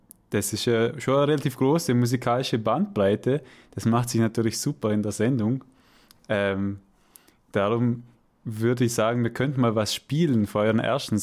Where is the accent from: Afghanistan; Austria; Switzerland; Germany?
Austria; Vorarlberg; moved away; Weil ich bin ursprünglich aus Vorarlberg.